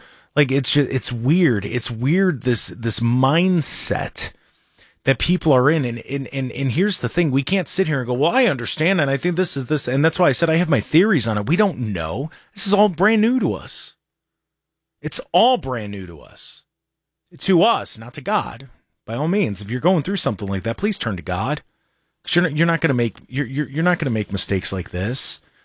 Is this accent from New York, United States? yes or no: no; Lodi, Ohio, United States; I grew up in Lodi and like Southern Medina County, maybe it was like an old fashioned upbringing.